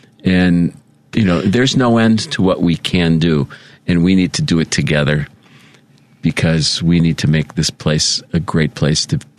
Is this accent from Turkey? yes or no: no; United States; I got to say that being able to enjoy the 4th of July, being an American... seeing where we came from, like 250 years.